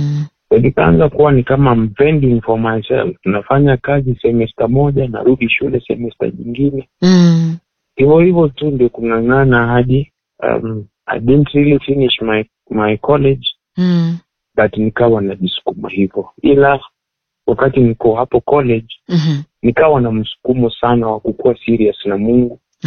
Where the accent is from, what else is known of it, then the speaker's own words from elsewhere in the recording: Kisii, Kisii County, Kenya; born there; Ila mimi nimezaliwa pale Kisii. Nimezaliwa Kisii, lakini sikuzaliwa kwa familia ambayo inamjua Mungu.